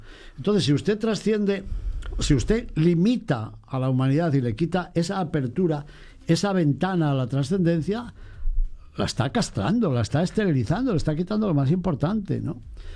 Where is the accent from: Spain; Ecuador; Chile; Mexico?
Spain; como español también me alegra